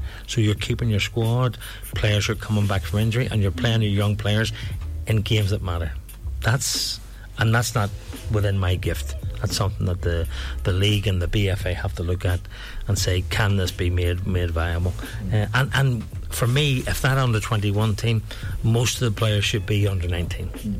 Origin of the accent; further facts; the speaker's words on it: Ireland; moved away; Okay, I'm Irish